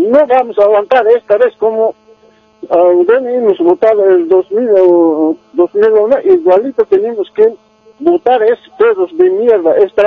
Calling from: Tapacarí Province, Cochabamba, Bolivia; Estoy llamando de provincia Tatacarí.

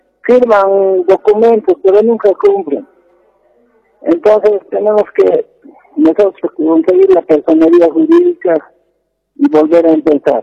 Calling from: La Paz, Bolivia; Estoy llamando de La Paz

